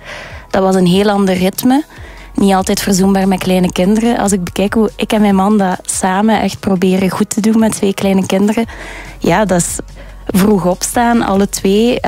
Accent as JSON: {"language": "Dutch", "town": "Ghent", "region": "Flanders", "country": "Belgium", "tie": "born there", "said": "ik ben in Gent geboren om 00:30 of zo, 's nachts."}